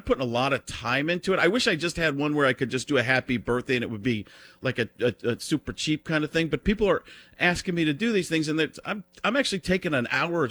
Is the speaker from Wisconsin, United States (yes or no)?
yes; Waukesha, Wisconsin, United States; He's from Burlington, just a couple of you know, cities over from me where I grew up in Waukesha.